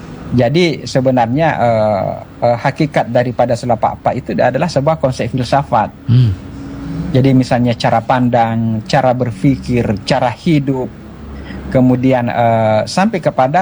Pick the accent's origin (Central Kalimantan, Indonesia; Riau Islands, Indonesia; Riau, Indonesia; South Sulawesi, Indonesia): South Sulawesi, Indonesia; kita Bugis dan Makassar